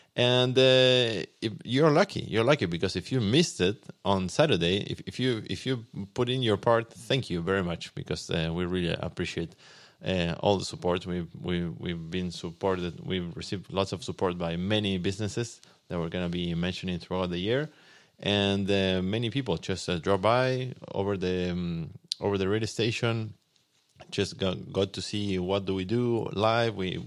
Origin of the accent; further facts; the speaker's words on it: Argentina; now in Penticton, Canada; that was mostly through Argentina, my home country